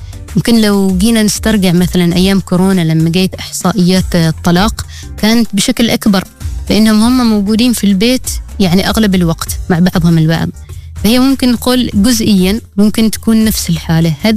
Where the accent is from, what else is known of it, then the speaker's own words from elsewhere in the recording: Oman; نحن كعمانيين